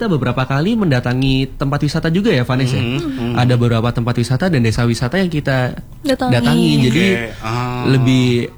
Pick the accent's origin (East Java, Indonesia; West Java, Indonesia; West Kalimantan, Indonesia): East Java, Indonesia; Sumberpucung; Jadi saya kan dari Kecamatan Sumber Pucung juga kebetulan.